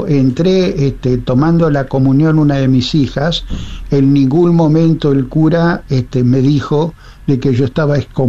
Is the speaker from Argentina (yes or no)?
yes; Pergamino, Buenos Aires Province, Argentina; Tomé la comunión porque mi ciudad natal en Pergamino, a los 7 años, nos hacían tomar la comunión